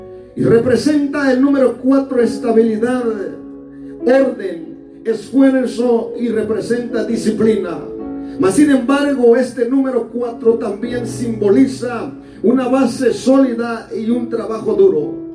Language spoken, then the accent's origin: Spanish; Guatemala; Y disculpe usted mi léxico, soy chapín al 100% de Guatemala, si voy a hablar algunas palabras que solamente allá se mencionan.